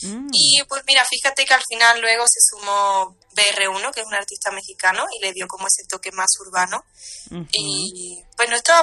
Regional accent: Córdoba, Andalusia, Spain; moved away as an adult; now in Menorca, Spain; me mudé completamente, o sea, yo soy de Córdoba, de España, uh-huh. Y me mudé a Menorca, que es una de las Islas Baleares

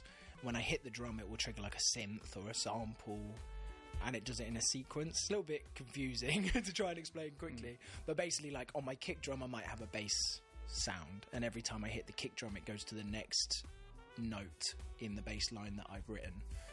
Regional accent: New Forest, South East England, United Kingdom; I grew up in New Forest.

